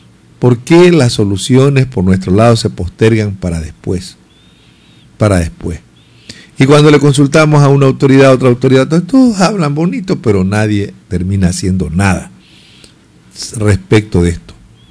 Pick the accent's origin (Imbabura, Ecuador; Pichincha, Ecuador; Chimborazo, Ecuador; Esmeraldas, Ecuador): Esmeraldas, Ecuador; born there; yo soy nacido en esta tierra. Me importa mi tierra.